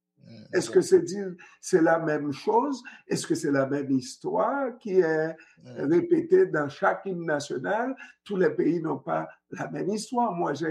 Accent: Canada; parce que je suis canadien

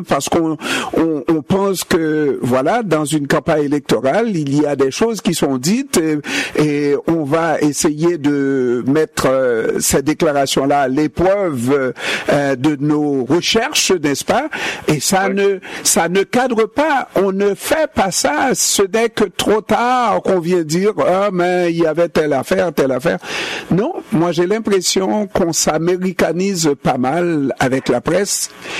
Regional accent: Quebec, Canada; ça fait quand même un bon petit bout de temps que je suis québécois

